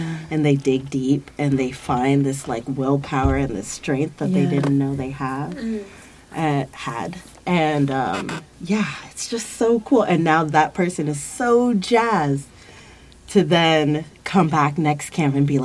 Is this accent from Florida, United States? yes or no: yes; Miami, Florida, United States; We grew up in Miami